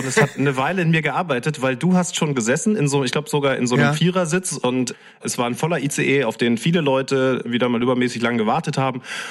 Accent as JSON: {"language": "German", "town": "Bahrdorf", "region": "Lower Saxony", "country": "Germany", "tie": "born or raised there", "said": "Ich habe aber für den Turn- und Sportverein Bardorf gespielt, weil das mein Heimatdorf ist, es so 1 Kilometer von Rickensdorf entfernt ist."}